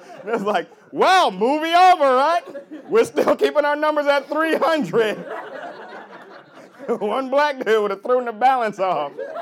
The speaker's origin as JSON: {"language": "English", "town": "Chicago", "region": "Illinois", "country": "United States", "tie": "born or raised there", "said": "Originally, though, I'm from the hard streets of the west side of Chicago, which was rough. Man, it was crazy growing up there."}